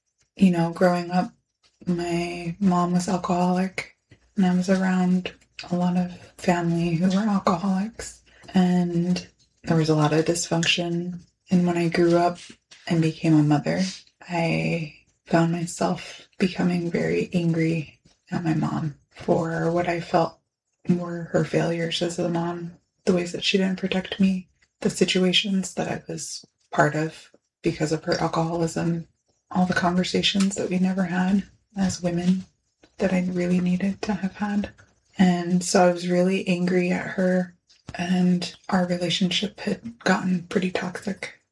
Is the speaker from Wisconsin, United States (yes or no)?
no; Unalakleet, Alaska, United States; I'm from Ungalakhlik, Unalakleet.